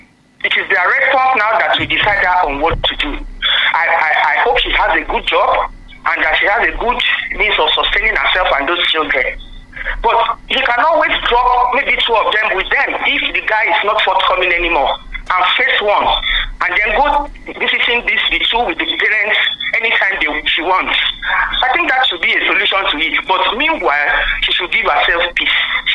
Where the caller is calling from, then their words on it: Apata Owode, Nigeria; I'm coming from Apata Owode.